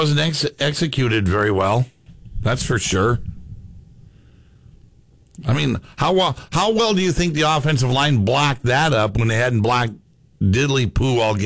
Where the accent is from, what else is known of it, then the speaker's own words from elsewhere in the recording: United States; born there; Well, I was born in America, I know it's hard to believe I've never gone to Australia